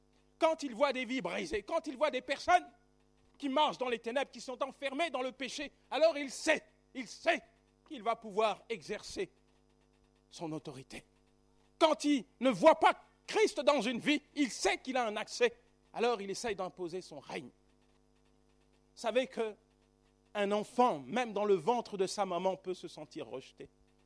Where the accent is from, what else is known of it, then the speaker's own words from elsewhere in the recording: La Courneuve, Île-de-France, France; j'ai grandi à la Courneuve.